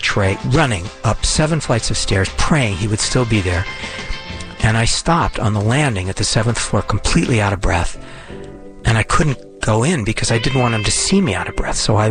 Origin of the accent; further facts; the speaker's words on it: Los Angeles, California, United States; born there; I was born in Los Angeles, where I still live.